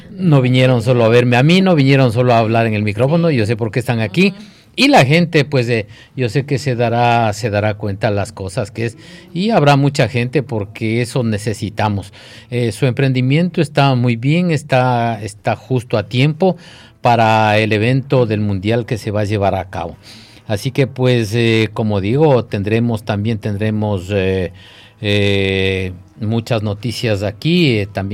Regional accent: Ecuador; nosotros como ecuatorianos, como latinoamericanos, porque nuestro país

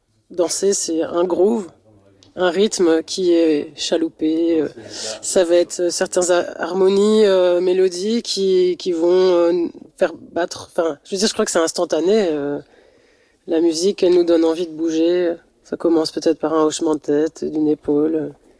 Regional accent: Strasbourg, Grand Est, France; now in Brussels, Belgium; Mais ça fait 20 ans que je suis là. Je passe le cap que je suis plus résidente belge que française.

